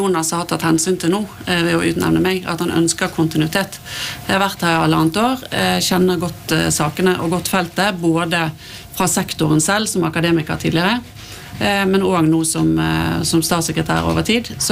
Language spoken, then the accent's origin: Norwegian; Bergen, Vestland, Norway; Så jeg er definitivt fra Bergen